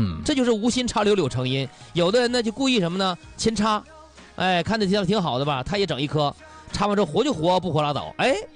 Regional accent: Northeast China, China; 我们东北那边叫天天

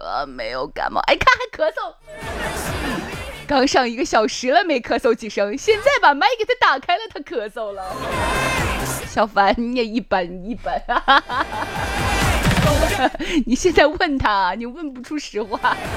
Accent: China; 我们中国人

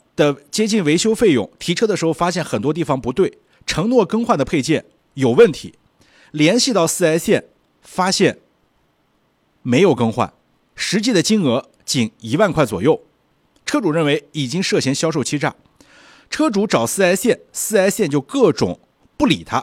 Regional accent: Xinjiang, China; 你也是咱们这个新疆人嘛，打到我家乡的媒体

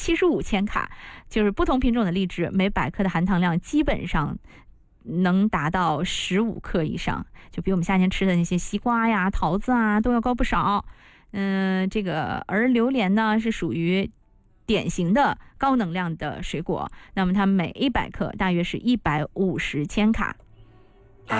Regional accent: Shenzhen, Guangdong, China; 我们深圳人

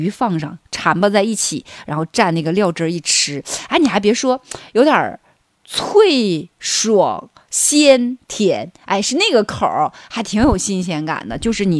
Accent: China; 我们中国人吃鱼生的历史是非常非常悠久的

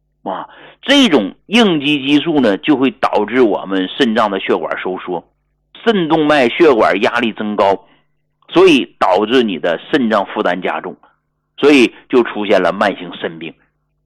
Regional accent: Northeast China, China; 咱们东北人讲话了，不小心呢给卡秃噜皮了

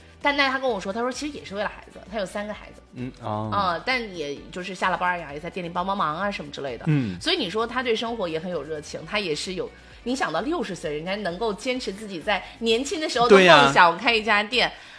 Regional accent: Jiangxi, China; 就像我作为一个赣南因为靠客家嘛

